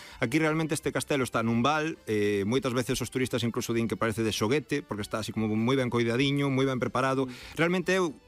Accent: Vimianzo, Galicia, Spain; Eu evidentemente son de alí, son de Vimianzo

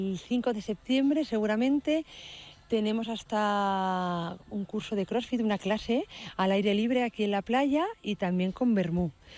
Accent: Tenerife, Canary Islands, Spain; born there; Sí, nací en Tenerife.

